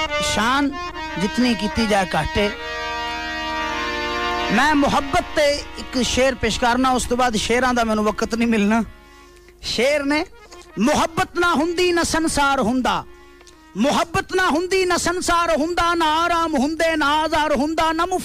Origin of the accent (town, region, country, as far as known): Pakistan